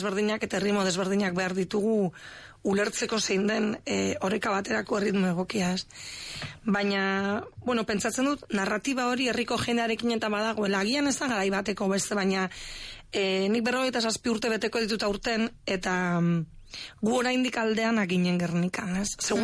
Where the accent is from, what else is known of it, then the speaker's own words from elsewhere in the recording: Basque Country, Spain; Ni esan dut moduan herrian jaio naiz, herrian bizi izan naiz, baina gure etxetik Bilbora ordu erdi dago bakarrik.